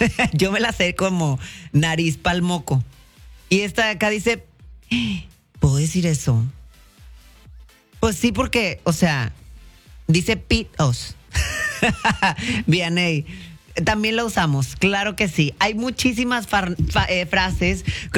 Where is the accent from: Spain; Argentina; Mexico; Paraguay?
Mexico; los mexicanos estamos en todas partes